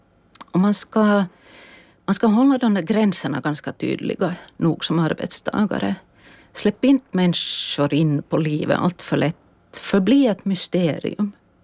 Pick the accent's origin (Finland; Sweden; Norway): Finland; Ekenäs, Uusimaa; moved away as an adult; now in Åland, Finland; Vi har bott länge i Ekenäs. Jag är född och uppvuxen i Ekenäs. Och så bestämde vi då att nu flyttar vi till Åland. För här bor då min äldre dotter och hennes familj. Och vi flyttade ju hit då 2013.